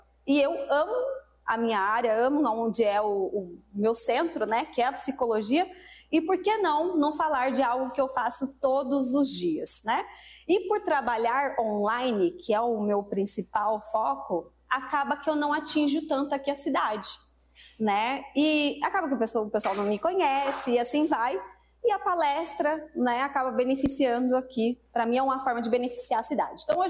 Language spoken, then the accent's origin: Portuguese; Campinas, São Paulo, Brazil; moved away as an adult; now in Itatiba, Brazil; Eu sou natural de Campinas e lá fui muito atuante, sempre participei de diversas possibilidades que eu tinha. Fazem 2 anos que eu estou aqui em Itatiba